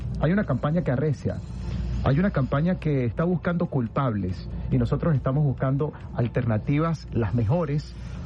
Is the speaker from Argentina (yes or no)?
no; Venezuela; Esos somos los venezolanos de verdad